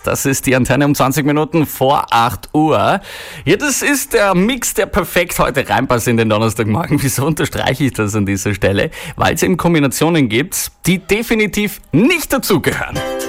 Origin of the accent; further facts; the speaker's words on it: Trentino-Alto Adige, Italy; Also, wenn wir uns da als Südtiroler hernehmen